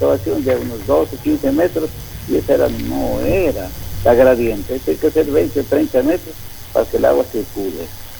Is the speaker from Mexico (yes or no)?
yes; Guadalajara, Jalisco, Mexico; Yo soy oriundo de Guadalajara.